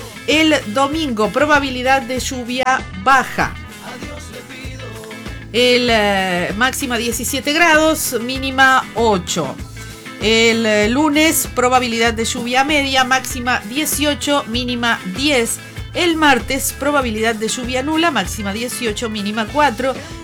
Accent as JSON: {"language": "Spanish", "country": "Uruguay", "said": "Está bien que somos uruguayos, todas esas costumbres que tenemos"}